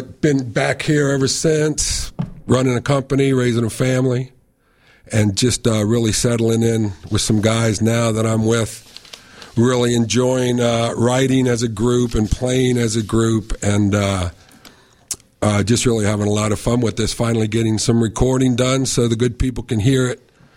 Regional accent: New Orleans, Louisiana, United States; born there; also born or lived in United Kingdom; I was born in New Orleans. I pretty much started my musical career in the UK, through busking and then on to skiffle bands

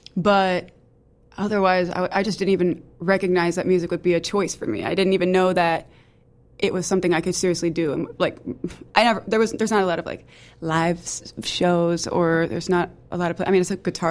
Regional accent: Shreveport, Louisiana, United States; moved away as an adult; now in New Orleans, United States; I'm from Louisiana. I've been living in New Orleans for about 6 years now. I moved here for college.

